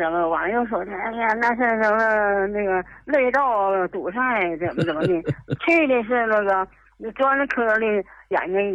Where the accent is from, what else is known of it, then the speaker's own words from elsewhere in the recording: Shenyang, Liaoning, China; 我是沈阳的一个老太太